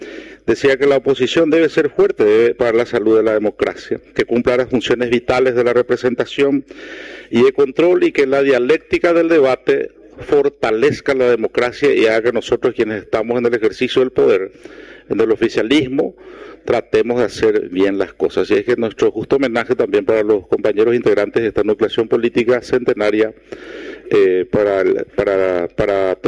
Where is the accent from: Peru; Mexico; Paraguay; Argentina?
Paraguay; nosotros, como paraguayos y como nación